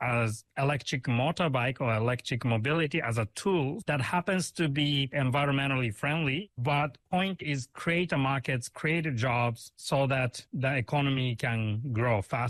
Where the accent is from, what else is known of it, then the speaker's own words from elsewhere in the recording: Japan; now in Africa; You know, I'm from Japan.